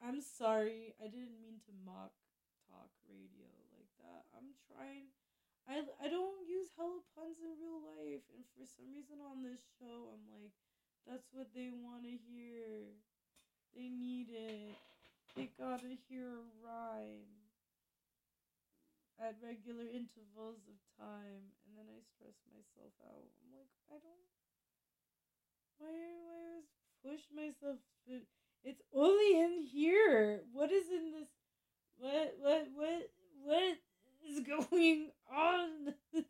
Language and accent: English; Fairfield, California, United States; I grew up in Fairfield